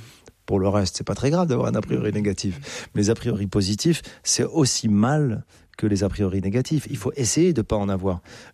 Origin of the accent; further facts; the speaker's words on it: Casablanca, Casablanca-Settat, Morocco; born there; Je suis né à Casa et ces passions sont nées à Casa.